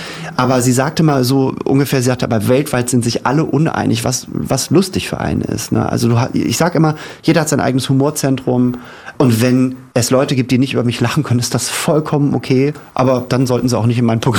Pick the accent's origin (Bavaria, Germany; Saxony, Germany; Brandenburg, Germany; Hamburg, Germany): Hamburg, Germany